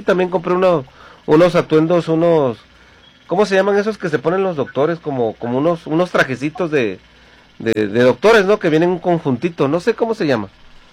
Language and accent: Spanish; Ciudad Juárez, Chihuahua, Mexico; Vivimos en Juárez y sabemos cómo está el asunto